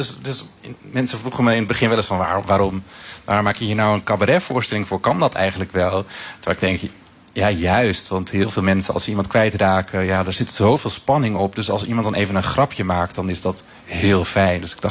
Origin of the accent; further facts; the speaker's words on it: Friesland, Netherlands; ik kom uit Friesland. Tim uit Zwolle. En ik woonde toen in Groningen.